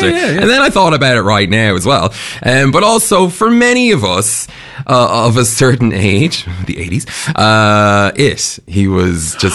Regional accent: Ireland; I'm Irish. I'm prefacing this right now with saying we are Irish. We make fun of death.

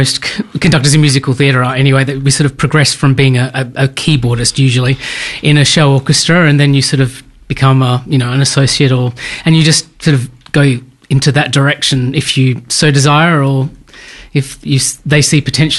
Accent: Western Australia, Australia; moved away; I'm actually from Western Australia, right.

